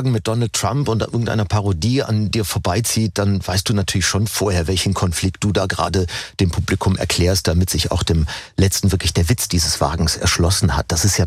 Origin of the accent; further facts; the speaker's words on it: Cologne, North Rhine-Westphalia, Germany; ich bin eine Kölsche. Und das ist natürlich irgendwie in dir drin, in der DNA.